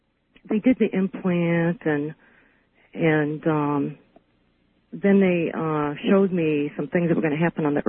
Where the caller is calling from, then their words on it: New York, United States; Hi, I'm calling from New York.